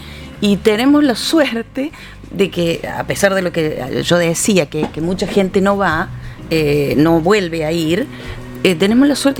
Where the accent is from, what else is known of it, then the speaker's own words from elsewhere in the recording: San Pedro, Córdoba, Argentina; also born or lived in Villa Dolores; Nací en Villa Dolores, me crié en San Pedro y transcurrí por todos esos pueblitos. Para mí Tras la Sierra es mi lugar de origen.